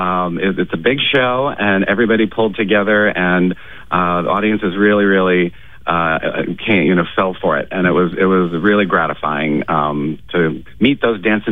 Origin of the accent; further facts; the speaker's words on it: Nashua, New Hampshire, United States; I grew up in Nashua, New Hampshire, and I was raised by two parents who loved going to the theater.